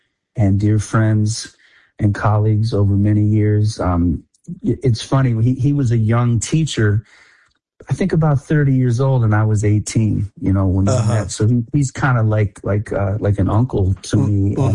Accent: Binghamton, New York, United States; moved away; I grew up in Binghamton, New York, upstate New York.

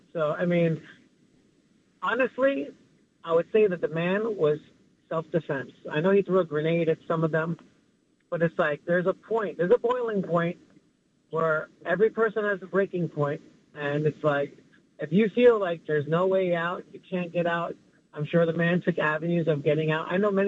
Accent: New York City, New York, United States; it's like I grew up in the Bronx

